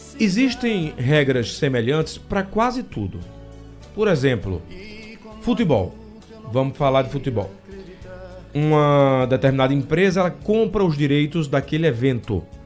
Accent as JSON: {"language": "Portuguese", "region": "Pernambuco", "country": "Brazil", "said": "Não, deixa eu falar como um bom pernambucano."}